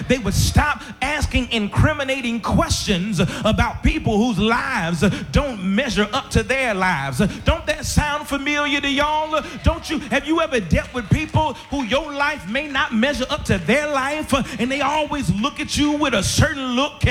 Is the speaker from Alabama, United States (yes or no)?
yes; Alabama, United States; I'm from the big city of ML, Alabama, where dreams come to live, where dreams come to reality.